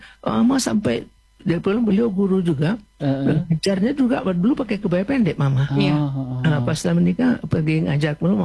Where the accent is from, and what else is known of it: West Sumatra, Indonesia